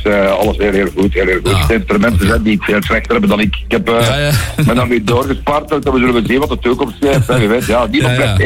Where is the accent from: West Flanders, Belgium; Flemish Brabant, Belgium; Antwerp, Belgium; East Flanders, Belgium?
Flemish Brabant, Belgium; Tielt-Winge; ik kom van Tiltwing, niet van Sint-Joris-Wing, dat ik verhuisd ben.